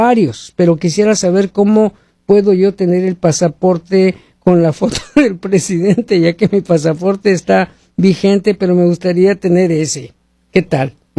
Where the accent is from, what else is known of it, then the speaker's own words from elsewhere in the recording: Guatemala; Soy de Guatemala. Gracias.